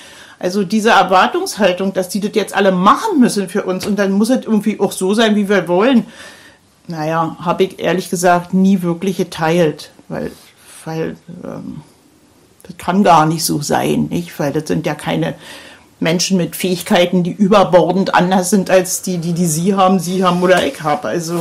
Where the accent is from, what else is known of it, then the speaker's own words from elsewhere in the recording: Berlin, Germany; moved away; Das ist halt auch wirklich, wo ich so fasziniert bin als Berlinerin.